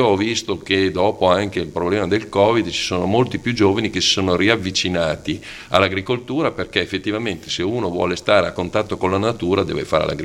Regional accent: Parma, Emilia-Romagna, Italy; io sono di Parma

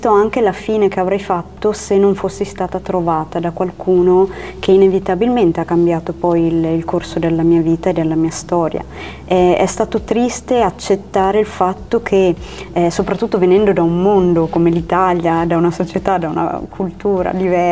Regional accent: Ethiopia; tornare in Etiopia è stato bello perché comunque ho ritrovato la mia terra

